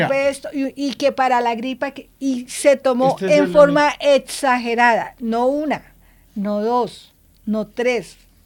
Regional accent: Colombia; Forma parte de ser colombianos.

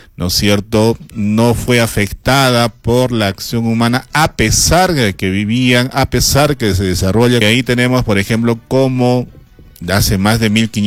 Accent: Arequipa, Peru; como ciudadanos, como arequipeños. Ahora que estamos en el mes de agosto, ahora que nos sentimos más arequipeños que nunca

